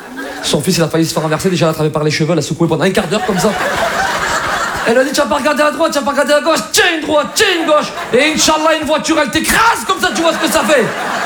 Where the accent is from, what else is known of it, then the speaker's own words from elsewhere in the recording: Algeria; Ah, alors moi je vous parle d'Algérie parce que je suis originaire d'Algérie, je m'y rends souvent.